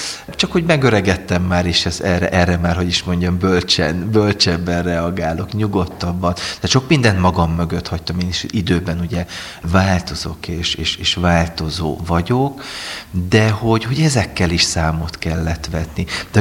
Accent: Subotica, Vojvodina, Serbia; moved away as an adult; now in Hungary; én Szabadkán nőttem fel, a régi Jugoszláviában születtem, és a 90-es évek Szerbiájában nőttem föl. Aztán egyetemista korom óta Magyarországon élek.

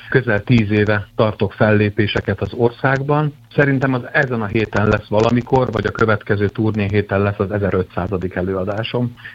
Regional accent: Kaposvár, Somogy, Hungary; also born or lived in Szolnok / Pécs / Budapest; én Szolnokon születtem, de Kaposváron nőttem fel, éltem Pécsen, Pesten, rengeteg helyen

